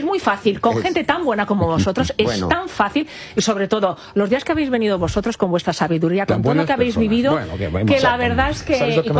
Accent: Balearic Islands, Spain; moved away; que me voy a mi tierra, que tengo muchas ganas de irme. Me voy a Mallorca, que todavía hace muy buen tiempo

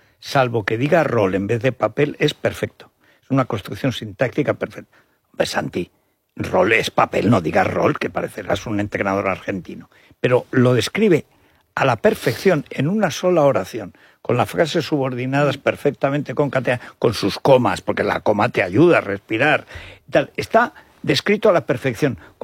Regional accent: Teruel province, Aragon, Spain; born there; moved away

